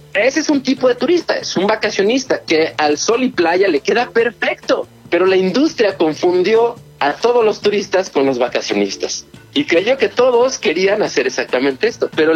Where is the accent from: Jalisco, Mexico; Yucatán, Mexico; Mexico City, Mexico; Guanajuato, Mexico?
Mexico City, Mexico; now in Valle de Bravo, Mexico; yo soy de la Ciudad de México, actualmente vivo en Valle de Bravo